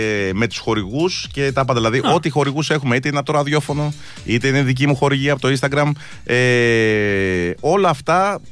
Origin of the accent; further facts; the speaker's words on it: Aigio, West Greece, Greece; born there; moved away; επειδή με βλέπετε που κατεβαίνω στην πατρίδα μου στο Αίγιο κάτω, και με ρωτάτε